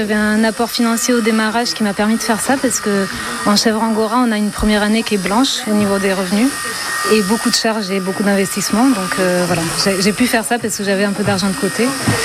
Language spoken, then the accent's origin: French; Occitanie, France; Oui, j'ai grandi là-bas. Je suis installée là où j'ai grandi pour le moment.